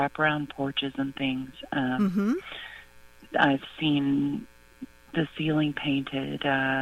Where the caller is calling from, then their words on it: Danville, Kentucky, United States; I'm calling from Danville, Kentucky.